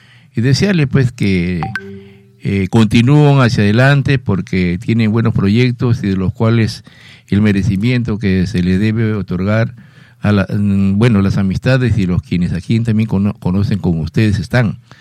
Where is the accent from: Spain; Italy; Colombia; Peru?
Peru